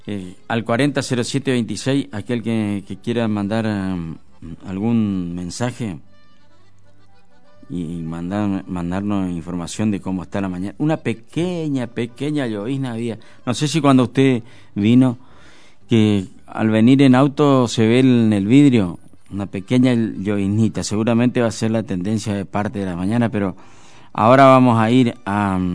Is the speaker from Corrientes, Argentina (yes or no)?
yes; Curuzú Cuatiá, Corrientes, Argentina; Yo tuve la suerte que nunca me fui de Curuzú. Me fui solamente por el tema de la guerra de Malvinas, que fueron no sé exactamente cuánto tiempo, un mes creo que fue. Y nada más, no me ausenté de Curuzú